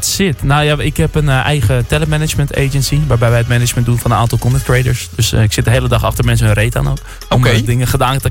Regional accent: Almere, Flevoland, Netherlands; We waren daar in een kroeg in Almere, waar ik vandaan kom.

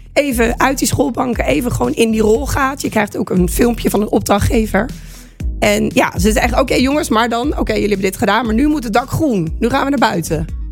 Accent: Rotterdam, South Holland, Netherlands; now in Aarlanderveen, Netherlands; ik ben stadse. Ik ben een Rotterdammer. Ik ben verhuisd naar Aarlanderveen, een dorp.

